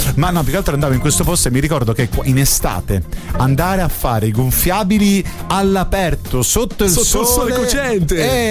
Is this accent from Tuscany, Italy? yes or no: no; Rome, Lazio, Italy; born there